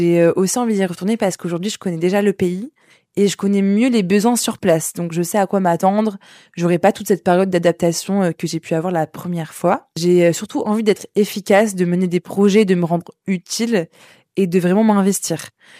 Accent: Île d'Oléron, Nouvelle-Aquitaine, France; moved away; also born or lived in Bordeaux; je suis française, je viens de l'île d'Oléron.

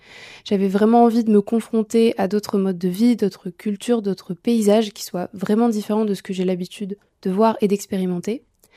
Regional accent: Hauts-de-France, France; j'ai 22 ans et je suis française et originaire des Hauts-de-France.

